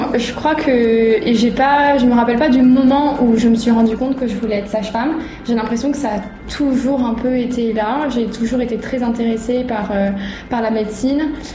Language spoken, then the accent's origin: French; Vanuatu; also born or lived in Paris; sage-femme. Moi, j'ai grandi au Vanuatu, j'ai fait l'école à Colardo, à l'école française, et ensuite, du coup, l'école de sage-femme à Paris.